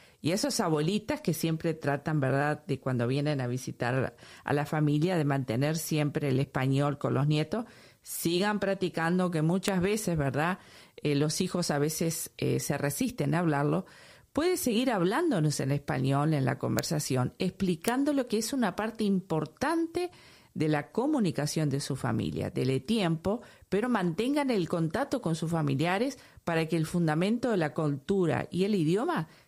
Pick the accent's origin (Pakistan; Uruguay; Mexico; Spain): Uruguay; moved away; cuando llevamos nuestros hijos por primera vez a nuestro país natal, que somos de Uruguay, Carlos y esta servidora